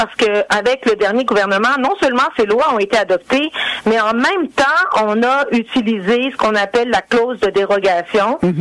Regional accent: Quebec, Canada; ben alors on va pas remettre en question que je suis une Québécoise.

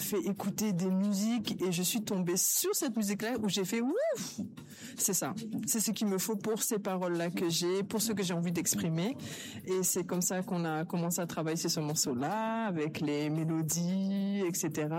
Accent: France; born there; de la musique française, parce que je suis née en France.

